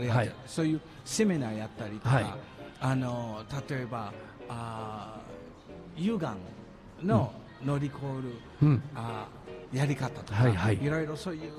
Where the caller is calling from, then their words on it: Otsu, Shiga, Japan; あじゃあ小野という駅で真野という町で